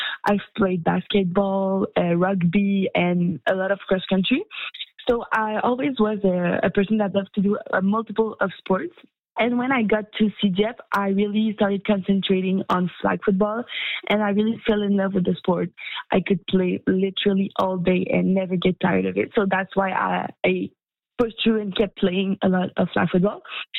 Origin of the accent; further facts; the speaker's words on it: Sherbrooke, Quebec, Canada; I went back to my hometown for university because they have a very good civil engineering program here. And I came back to live with my family.